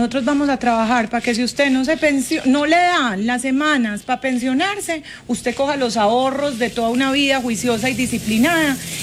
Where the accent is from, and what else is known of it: Antioquia, Colombia